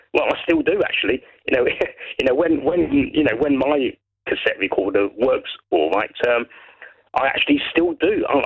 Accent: Brighton, South East England, United Kingdom; You know, not because, you know, I'm from Brighton and I don't have a Sussex accent, because the original Sussex accent actually sounds like a West Country accent.

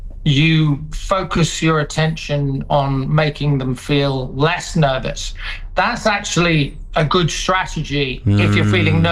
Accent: United Kingdom; Well, as British people, I don't think we deal with compliments wonderfully anyway.

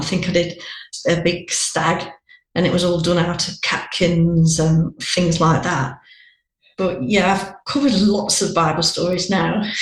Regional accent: Tissington, East Midlands, United Kingdom; Well, I was brought up in Tissington, and as a kid, you just go in and dabble in a bit and doing a bit.

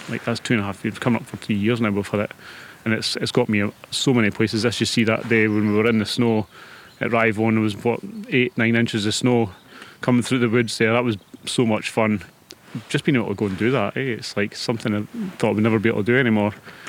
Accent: Blairgowrie, Scotland, United Kingdom; I'm from Blairgowrie.

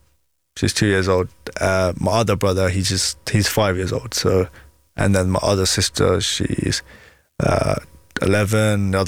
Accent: Slough, South East England, United Kingdom; Yeah, I was born and bred from Slough, grew up from Slough, and I'm British Pakistani as well, so yeah.

